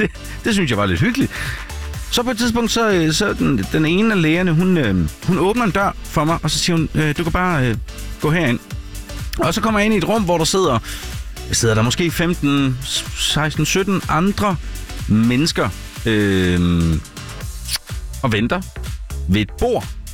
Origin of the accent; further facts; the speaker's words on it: Aarhus, Central Denmark Region, Denmark; born there; jeg er født i Aarhus